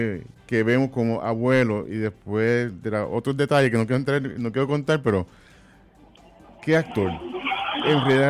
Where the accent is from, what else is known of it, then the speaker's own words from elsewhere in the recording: Puerto Rico; yo creo que algo que debo como puertorriqueño conversarlo